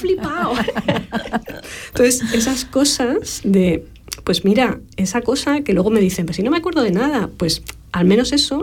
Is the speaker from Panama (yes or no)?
no; Madrid, Community of Madrid, Spain; yo soy de Madrid